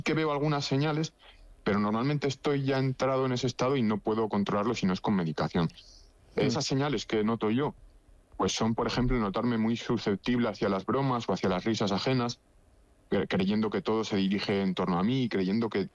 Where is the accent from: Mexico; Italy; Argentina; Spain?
Spain; Logroño, La Rioja; yo soy de Logroño